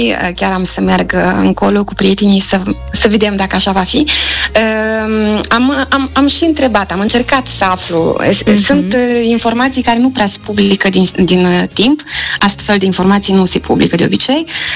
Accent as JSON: {"language": "Romanian", "country": "Moldova", "moved": "as an adult", "lives_now": "France", "said": "Nu prea puteam spune că-s din Moldova"}